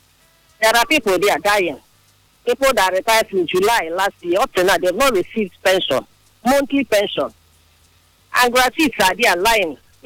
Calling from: Nigeria; I'm calling from Odibo.

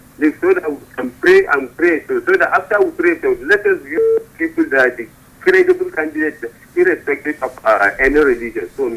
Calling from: Lagos, Nigeria; I'm calling you from Lagos.

